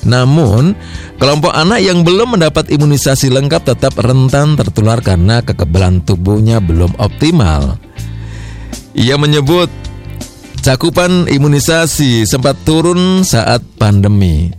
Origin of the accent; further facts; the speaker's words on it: Magelang, Central Java, Indonesia; Kita sebagai warga Kota Magelang tentunya kita pun harus peduli dengan lingkungan.